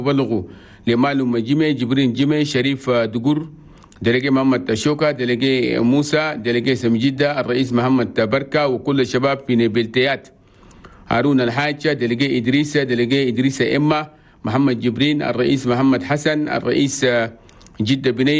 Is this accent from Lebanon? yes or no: no; Chad; الله يجيب العافية والسلام والاستقرار في بلدنا تشاد